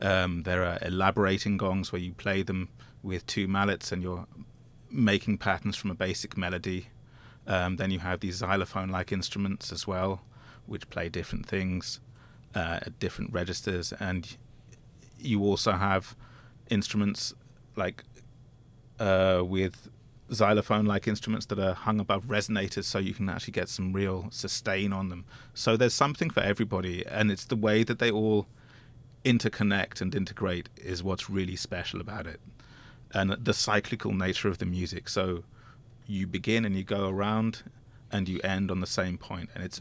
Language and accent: English; Durham, North East England, United Kingdom; moved away as an adult; now in United States; my hometown of Durham in England.